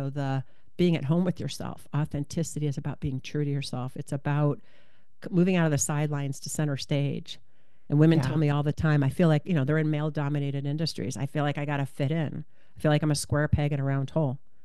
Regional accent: Michigan, United States; also born or lived in Ohio; Well, interestingly enough, so I grew up in Michigan and Ohio. And when I was really young, I wanted to be a rabbi.

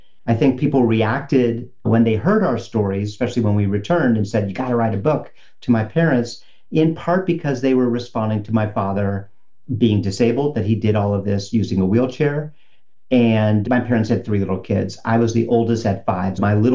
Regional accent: St. Louis, Missouri, United States; born there; I was born in St. Louis, Missouri in 1965.

